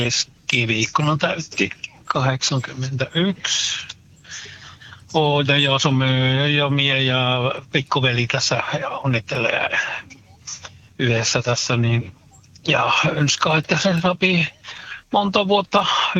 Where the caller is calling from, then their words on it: Seskarö, Norrbotten County, Sweden; Täällä mulla on Setkaroissa studio